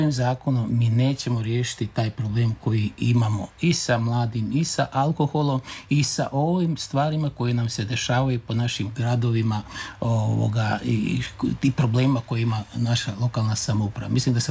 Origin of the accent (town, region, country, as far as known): Croatia